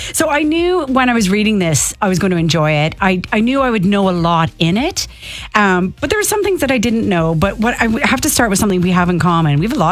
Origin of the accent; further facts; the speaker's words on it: Canada; I didn't know who any of them were because I was fresh from Canada.